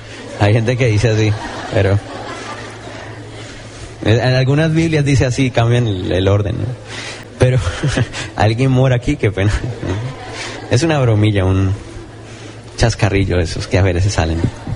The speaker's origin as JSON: {"language": "Spanish", "country": "Guatemala", "tie": "born there", "said": "Yo nací en Guatemala y amo mi país también. Amo Colombia también, más también."}